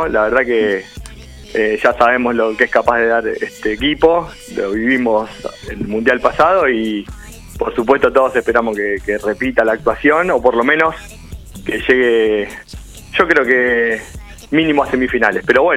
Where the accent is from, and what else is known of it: Argentina